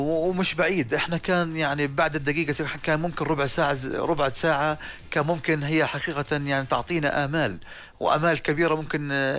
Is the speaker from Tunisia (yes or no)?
no; Jordan; عندنا بالأردن